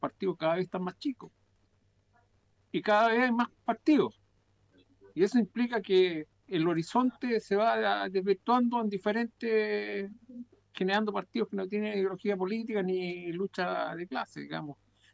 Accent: Chile

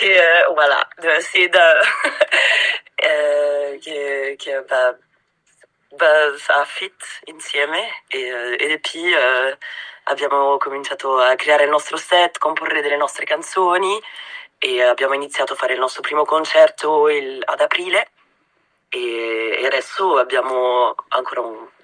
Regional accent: Ticino, Switzerland; first language Italian; le mie origini sono ticinesi, ho deciso di utilizzare la mia lingua madre, quindi molte canzoni di … in generale sono in italiano. Après, parliamo anche in francese, tedesco e inglese

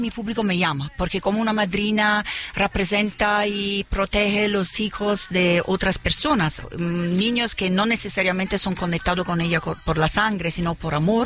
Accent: Italy; Spanish is a second language; now in Los Angeles, United States; Yo soy italiana, pero vivo en Los Ángeles.

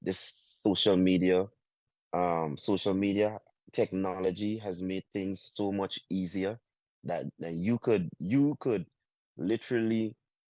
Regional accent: Guyana; And I'm happy I'm from Guyana and I always in the pool

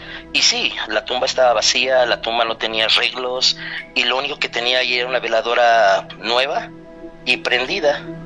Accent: Atlixco, Puebla, Mexico; Yo soy de Puebla. Sí, señor. Pero toda mi vida viví en Atlixco.

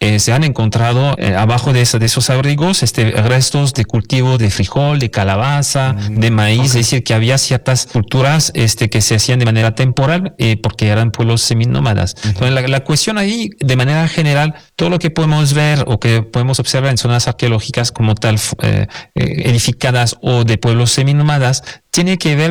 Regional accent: Nuevo León, Mexico; nuestra identidad como regios y personas del noroeste de México

